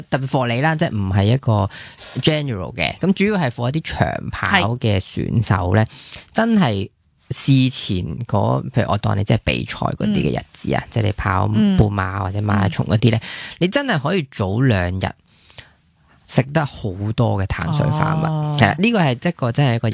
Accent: Hong Kong; 因为咧我哋香港人平均嘅钠质嘅摄取咧都系高过世卫标准嘅差唔多一倍。

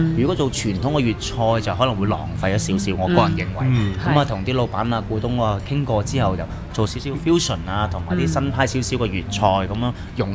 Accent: Hong Kong; 我哋香港人

